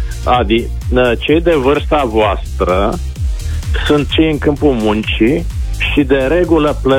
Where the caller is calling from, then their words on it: Constanța, Constanța County, Romania; sunt din Constanța.